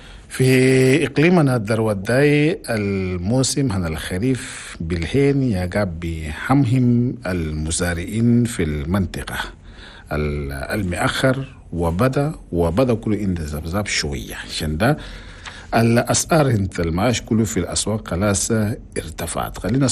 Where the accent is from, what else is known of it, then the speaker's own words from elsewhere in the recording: Chad; نفس الساعة في كل الأقاليم أنا بلدن